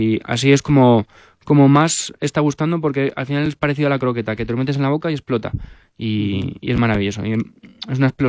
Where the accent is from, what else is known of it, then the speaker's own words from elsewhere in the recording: Spain; somos cocineros españoles